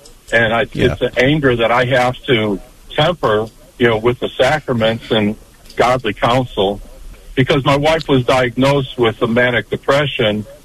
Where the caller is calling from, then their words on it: Murfreesboro, Illinois, United States; I'm calling from Murfreesboro, Illinois.